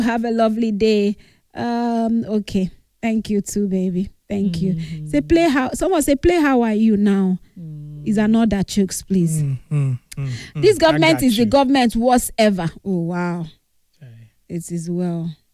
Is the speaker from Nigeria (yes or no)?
yes; Nigeria; I'm a Nigerian like you.